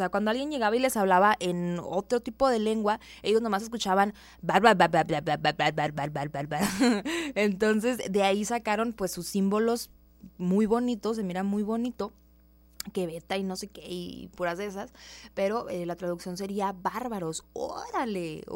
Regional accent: Mexico; somos los indios mexicanos.

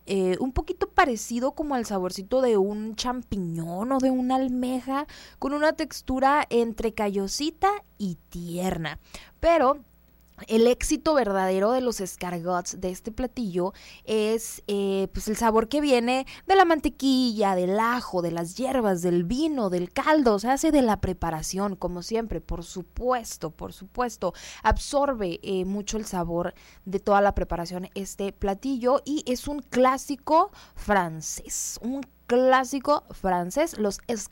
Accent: Mexico; nosotros como mexicanos

